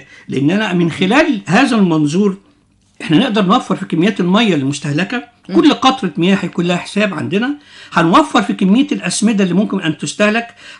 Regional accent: Egypt; احنا عندنا في مصر عندنا مشكلة طبعا زيادة سكانية رهيبة

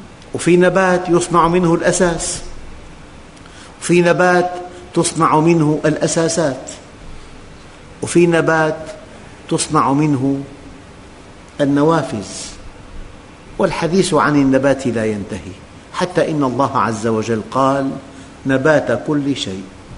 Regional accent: Syria; بلدنا سوريا

